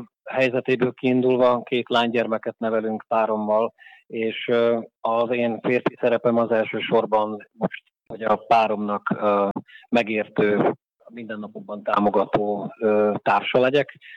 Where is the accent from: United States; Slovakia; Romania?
Slovakia; Vrakúň, Trnava Region; also born or lived in Nitra; a szülőfalumhoz, Nyékvárkúnyhoz közel a járási székhelyen, Dunaszerdahelyen dolgozom